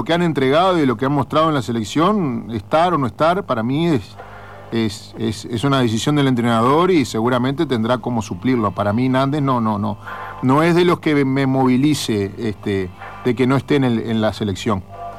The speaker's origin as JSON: {"language": "Spanish", "country": "Uruguay", "said": "todos somos uruguayos"}